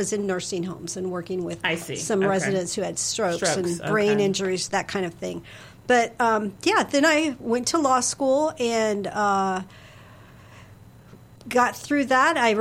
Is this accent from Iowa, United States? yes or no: yes; Iowa, United States; now in Pinellas County, Florida, United States; I was born and raised in Iowa, not technically on a farm, but on an acreage in the middle of a bunch of farms. So kind of farm life is where I grew up.